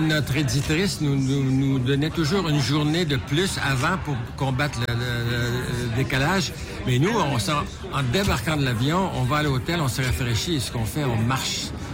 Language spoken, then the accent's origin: French; Quebec City, Quebec, Canada; vu que je suis de Québec, alors je peux être plus facilement ici hein, tous les jours.